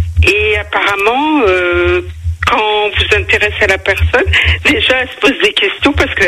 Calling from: Drancy, Île-de-France, France; J'habite à Drancy.

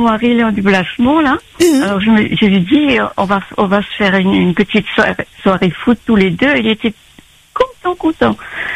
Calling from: Mauritius; De Maurice.

